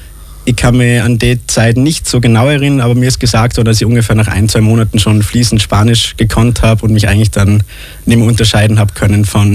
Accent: Salzburg, Austria; Ich bin aufgewachsen im schönen Salzburg, am Wolfgangsee bin ich groß geworden.

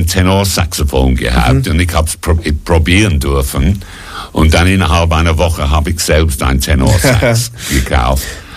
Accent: England, United Kingdom; German is a second language; moved away as an adult; now in Vienna, Austria; Ja, ich bin Engländer, der schon länger in Wien wohnt. Mehr als die Hälfte meines Lebens eigentlich.

